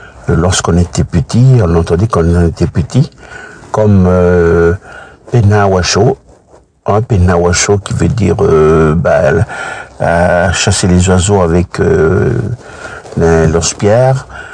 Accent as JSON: {"language": "French", "area": "Lifou", "region": "Loyalty Islands Province", "country": "New Caledonia", "tie": "born there", "also_born_or_lived": "Nouméa / Ouvéa", "said": "On va dire que dans mon enfance, j'ai grandi à Lifou. Et les vacances, j'allais à Ouvéa. Et à certains moments, je faisais ma scolarité à Ouvéa"}